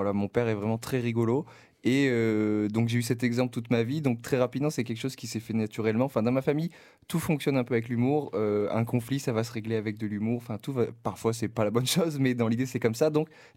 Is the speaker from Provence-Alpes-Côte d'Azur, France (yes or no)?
yes; La Seyne-sur-Mer, Provence-Alpes-Côte d'Azur, France; also born or lived in Sanary / Toulon; now in Paris, France; Je suis originaire du sud-est, du Var. Alors pour préciser, je suis né à La Seyne-sur-Mer, mais j'ai grandi entre Sanary, La Seyne et Toulon, voilà.